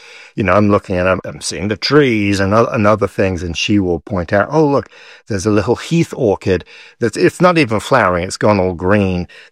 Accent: Paris, Île-de-France, France; I grew up in Paris and near Paris, where stepping on a lawn would get you in trouble, right?

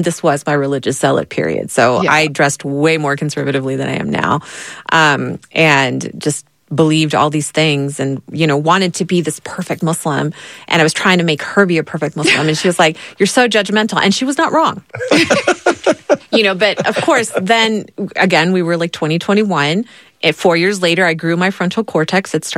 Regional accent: Texas, United States; as I was growing up in Texas

